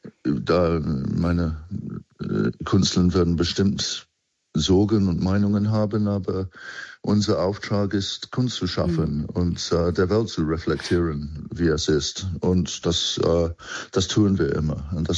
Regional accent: United Kingdom; now in Germany; Ich bin Brite, genau.

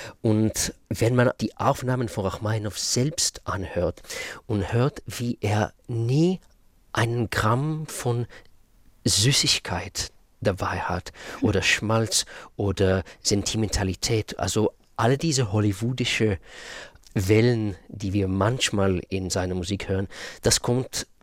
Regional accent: Israel; first language Russian; German is a second language; moved away as an adult; also born or lived in Russia; now in London, United Kingdom; Hebräisch, ja, ich bin in Israel aufgewachsen. 25 Jahre habe ich da gelebt.

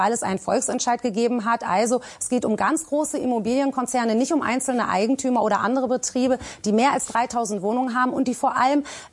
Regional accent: Berlin, Germany; Nein, ich bin Berlinerin und ich will Berlin bezahlbar machen.

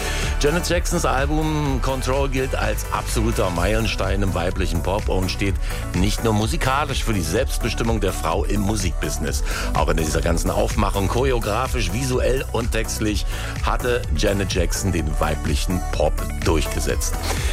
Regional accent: East Germany, Germany; Und weil es ja bei uns im Osten damals so ein bisschen schwieriger war, an die Platten ranzukommen, haben wir ja immer vor dem Radio gesessen

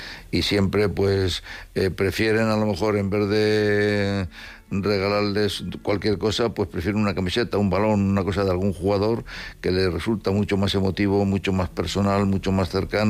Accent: Madrid, Community of Madrid, Spain; Quizás, bueno, la verdad que yo soy de Madrid

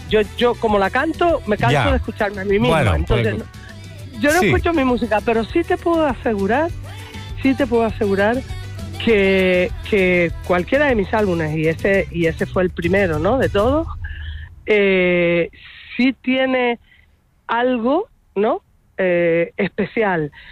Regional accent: Arrecife, Canary Islands, Spain; born there; en Arrecife, porque es el sitio donde yo nací

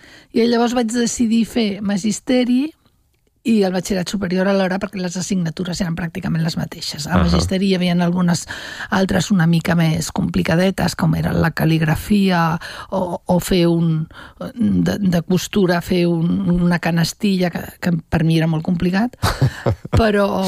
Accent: Catalonia, Spain; accent: Catalan; jo quan surto tinc accent català, parlo castellà, i la major part de les coordenades les tinc d'aquí

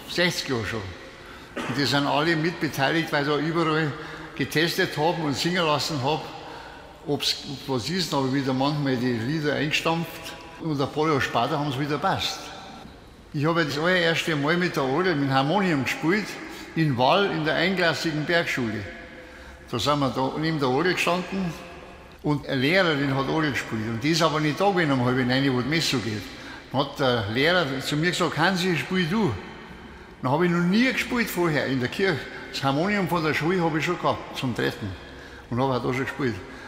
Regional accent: Tyrol, Austria; now in Germany; Ich selber stamme ja auch aus dem Tirolischen. Da bin ich aus dem Schneider, wenn wir in Kupfstein spielen mit der Heldnagel und gebe ich mich als tirolischer Bayer aus. Mütterlicherseits und väterlicherseits aus Tirol.

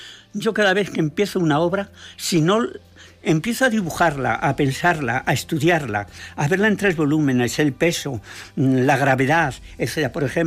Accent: Madrid, Community of Madrid, Spain; No, yo cuando venía aquí era madrileño.

